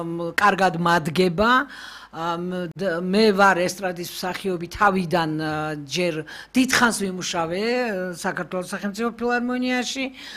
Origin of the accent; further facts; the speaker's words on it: Tbilisi, Georgia; მე სხვა თბილისში გავიზარდე, ისე მენატრება.